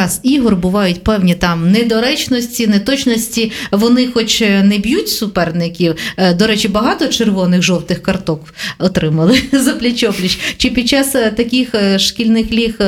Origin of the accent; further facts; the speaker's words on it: Korosten, Zhytomyr Oblast, Ukraine; accent: Korosten surzhyk; Ну, ми в такому місті прожили і живемо, що іноді бувають слова. А ти кажеш, це у мене суржик коростанський.